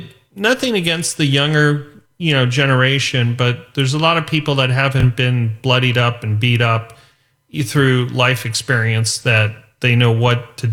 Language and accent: English; Los Angeles, California, United States; I grew up in Woodland Hills. You know, mm-hmm. I didn't grow up in East LA or anything like that.